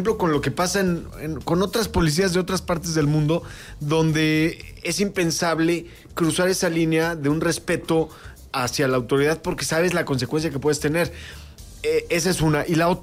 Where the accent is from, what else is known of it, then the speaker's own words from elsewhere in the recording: Querétaro, Mexico; No nos hace falta como mexicanos, ni siquiera como queretanos.